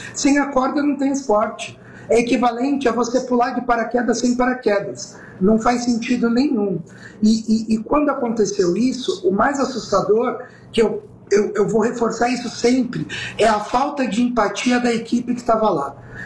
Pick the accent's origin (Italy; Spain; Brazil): Brazil; Baixada Santista, São Paulo; Eu sou do litoral, aqui da Baixada.